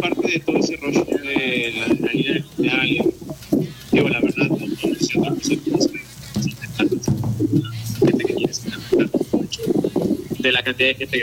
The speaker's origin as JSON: {"language": "Spanish", "region": "Mexico City", "country": "Mexico", "lives_now": "Guadalajara, Mexico", "said": "Yo soy de Ciudad de México, llevo viviendo acá casi 6 años."}